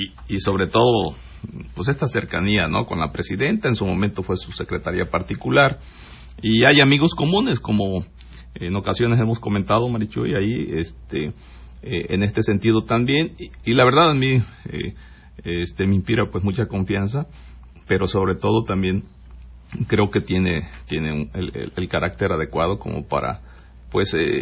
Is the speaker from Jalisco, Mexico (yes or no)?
no; Guerrero, Mexico